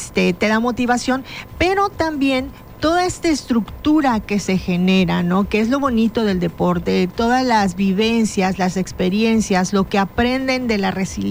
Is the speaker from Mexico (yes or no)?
yes; Celaya, Guanajuato, Mexico; now in Quintana Roo, Mexico; yo soy de Celaya, Guanajuato.